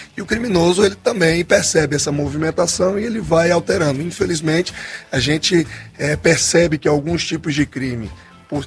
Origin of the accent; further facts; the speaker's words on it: Salvador, Bahia, Brazil; now in Brasília, Brazil; vim de outro estado, de outra cidade, de onde eu fui criado, e de Salvador, Bahia.